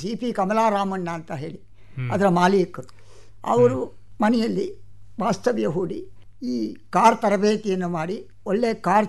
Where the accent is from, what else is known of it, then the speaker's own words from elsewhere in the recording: Kanagal, Karnataka, India; born there; ದೊಡ್ಡದು ನಾಡೆ ಹೆಂಚಿನ ಮನೆ ಕಣಗಾಲ್ನಲ್ಲಿ. ಆ ನಾಡೆ ಹೆಂಚಿನ ಮನೆಯಲ್ಲಿ ನಾವೆಲ್ಲ ಹುಟ್ಟಿದವರು.